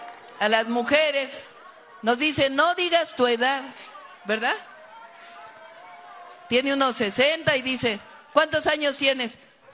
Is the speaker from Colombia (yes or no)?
no; Mexico